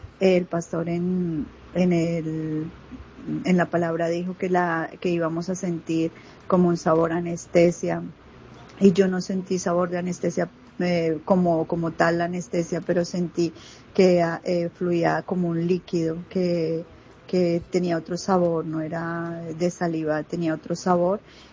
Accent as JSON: {"language": "Spanish", "town": "Barcelona", "region": "Catalonia", "country": "Spain"}